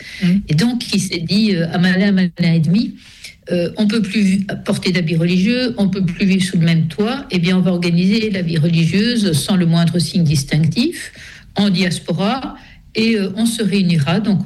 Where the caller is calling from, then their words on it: Brussels, Brussels-Capital Region, Belgium; Je suis de Bruxelles.